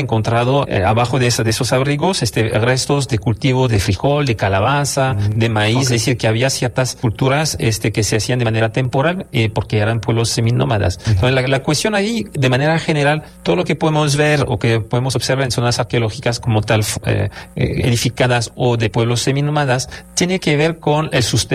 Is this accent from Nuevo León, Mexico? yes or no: yes; Monterrey, Nuevo León, Mexico; vale mucho la pena conocer para forjar un poquito mejor nuestra identidad como regios y personas del noreste de México.